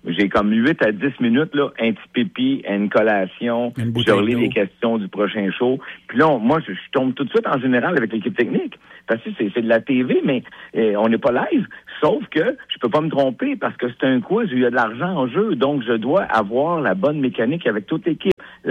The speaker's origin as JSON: {"language": "French", "town": "Sainte-Clotilde", "region": "Quebec", "country": "Canada", "tie": "born there", "also_born_or_lived": "Montreal", "said": "moi, je viens de Mansou. Je suis né à Montréal, tu sais, mais Sainte-Clotilde, en fait, ma première maison, première demeure à Sainte-Clotilde."}